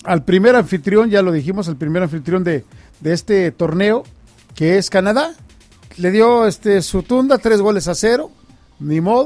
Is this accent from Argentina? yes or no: no; Mexico; de los que somos mexicanos. Me incluyo, lógicamente.